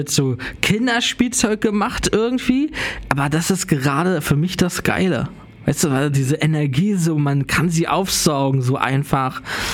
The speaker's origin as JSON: {"language": "German", "region": "Berlin", "country": "Germany", "said": "ich komme aus dem Wedding"}